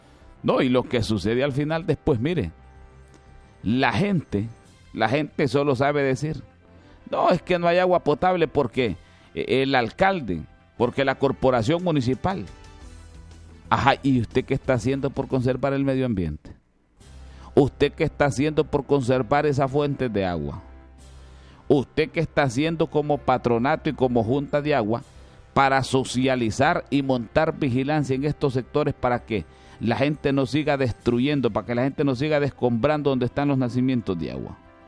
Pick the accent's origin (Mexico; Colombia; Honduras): Honduras; Yoro; Es un trabajo que debemos de realizar todos como buenos lloreños.